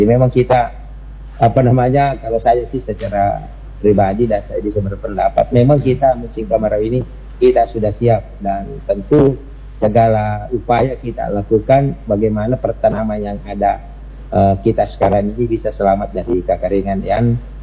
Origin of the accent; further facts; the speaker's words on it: Pinrang, South Sulawesi, Indonesia; khususnya di daerah saya Pindrang, itu kan hanya ada dua musim.